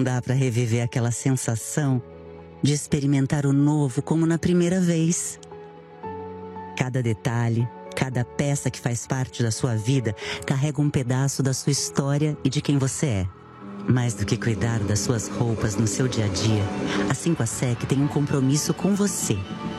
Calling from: Itapuã, Brazil; Sou aqui de Itapuã

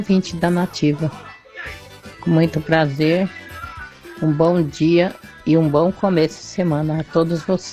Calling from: Bauru, São Paulo, Brazil; Sou de …, aqui de Bauru. Moro na cidade de Bauru, tá?

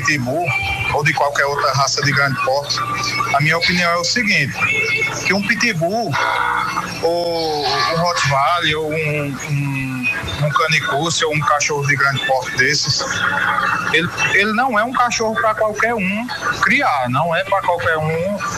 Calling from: São Domingos, Brazil; sou de São Domingos.

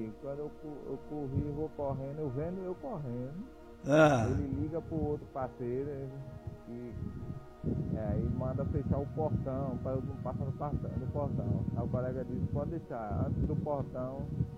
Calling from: Bahia, Brazil; Eu tive um sonho, eu sou aqui da Bahia.

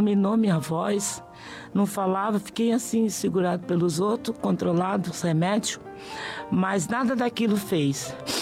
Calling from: Mairiporã, São Paulo, Brazil; sou de Mairiporã, moro na rua Henrique Martins, 396

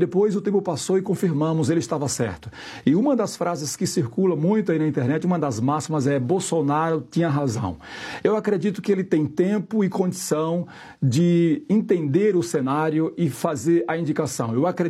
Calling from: Riachão do Jacuípe, Bahia, Brazil; falo de Riachão do Jacuípe, na Bahia.

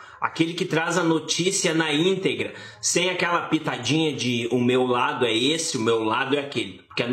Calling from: Cachoeirinha, Rio Grande do Sul, Brazil; da cidade de Cachoeirinha, no Rio Grande do Sul

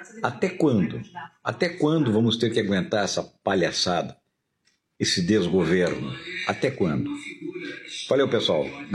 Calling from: Blumenau, Santa Catarina, Brazil; aqui de Blumenau, Santa Catarina.

